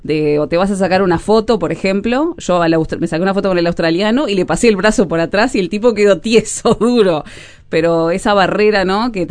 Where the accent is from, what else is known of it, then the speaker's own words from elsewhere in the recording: Uruguay; cuando le decía que era uruguaya